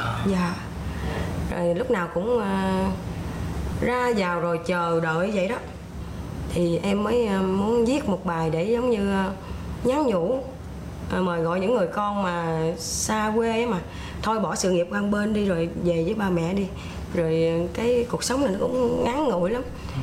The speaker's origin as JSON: {"language": "Vietnamese", "region": "Mekong Delta", "country": "Vietnam", "said": "em là người miền Tây"}